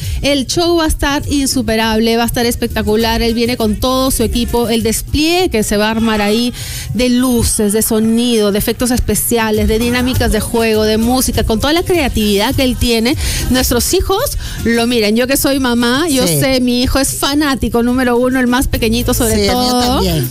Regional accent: northern Peru, Peru; yo soy norteña

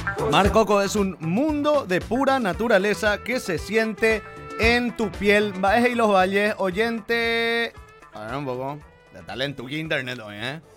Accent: Fernando de la Mora, Central, Paraguay; born there; also born or lived in Ñemby; now in Asunción, Paraguay; Yo de chico viví en la zona de Cubisec y Fernando de la Mora. De ahí me fui a Ñemby, me especialicé en delincuencia juvenil. Y volví a Asunción, ¿verdad? En el barrio Pino Sabio ahora

